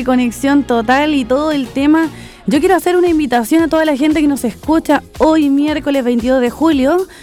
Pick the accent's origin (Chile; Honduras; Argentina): Chile; Hualqui, Biobío; la comuna de Hualqui, de allá donde somos nosotros acá, de Hualqui